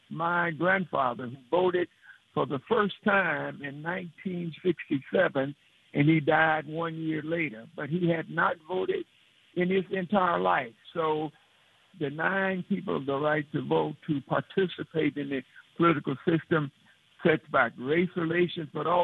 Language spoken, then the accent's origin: English; Mississippi, United States; So it is not as blatant as it was when I was growing up in Mississippi, but clearly we have a problem in this country.